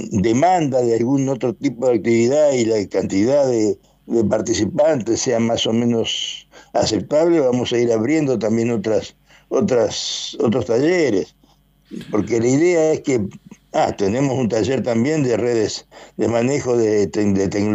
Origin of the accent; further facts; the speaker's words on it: San Justo, Santa Fe, Argentina; born there; moved away; San Justo es mi ciudad del corazón, porque yo estudié y hice secundario en San Justo, allí me recibí de maestro.